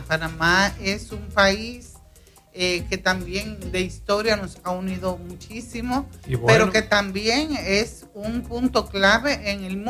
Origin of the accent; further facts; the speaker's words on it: Dominican Republic; Porque así somos los dominicanos.